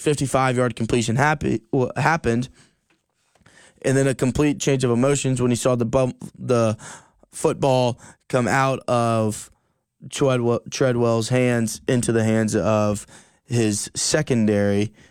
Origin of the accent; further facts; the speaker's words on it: Atlanta, Georgia, United States; I'm from Atlanta, so I have affiliation to the Falcons for sure.